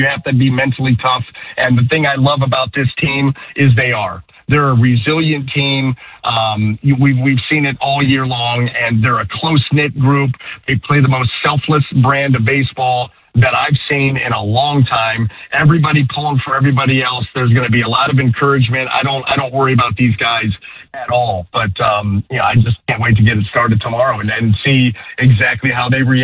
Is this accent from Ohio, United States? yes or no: yes; Ohio, United States; because I was from Northeast Ohio